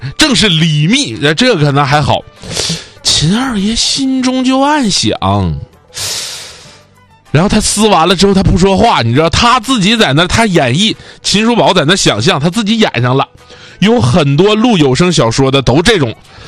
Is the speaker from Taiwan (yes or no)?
no; Northeast China, China; 我们东北话讲，你爱你磕富点。